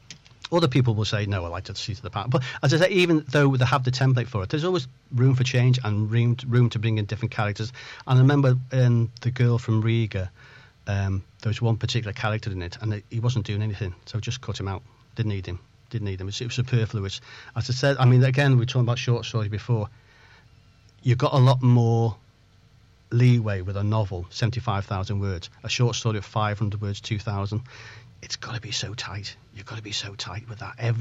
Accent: Chester, North West England, United Kingdom; moved away; also born or lived in Liverpool / Barrow-in-Furness / Ulverston

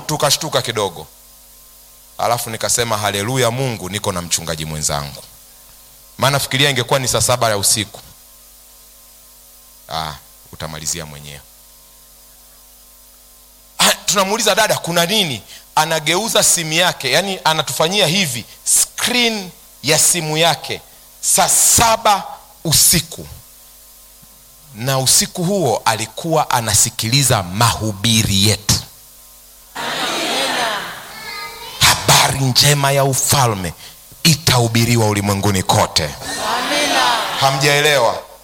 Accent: Tharaka-Nithi County, Kenya; Tumetoka huko Kenya, Tharaka Nithi huko Meru.

